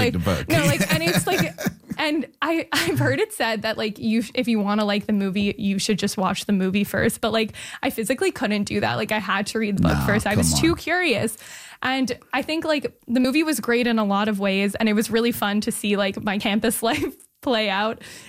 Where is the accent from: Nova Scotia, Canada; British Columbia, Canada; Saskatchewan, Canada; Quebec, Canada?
Quebec, Canada; Montreal; to my hometown.